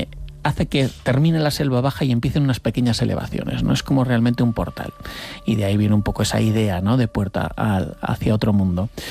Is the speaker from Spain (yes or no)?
yes; Spain; imagínate, como español blanquito que llega allí